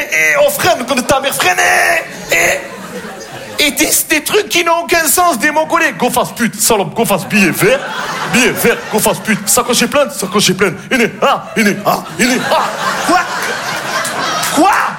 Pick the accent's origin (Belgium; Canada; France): France; Marseille, Provence-Alpes-Côte d'Azur